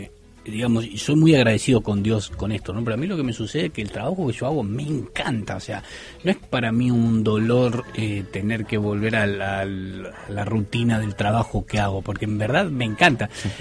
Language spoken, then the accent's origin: Spanish; Argentina; Sí, bueno, claro, nosotros, acá yo pensé que no me iba a acostumbrar, pero sí me he acostumbrado. Pero en Argentina uno se acuesta 10:30, 11